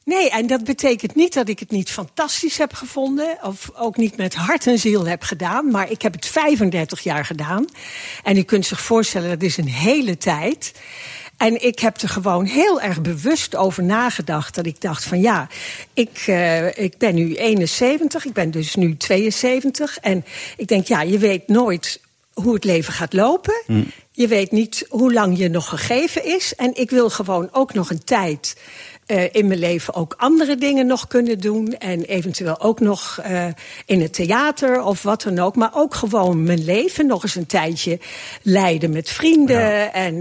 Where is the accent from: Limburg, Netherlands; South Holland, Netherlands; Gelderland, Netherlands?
Gelderland, Netherlands; Arnhem; moved away; Ik kom uit Arnhem.